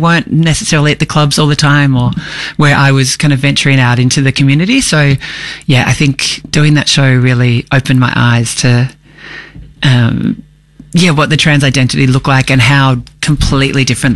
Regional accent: Melbourne, Victoria, Australia; I grew up in Melbourne, and I am 48. So I have had quite some time finding my way to who I am. But always been in Melbourne.

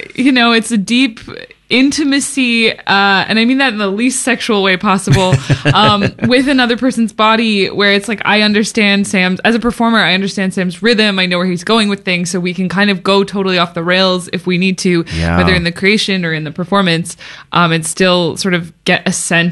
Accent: Canada; now in Toronto, Canada; I'm from Canada. We live in Toronto now.

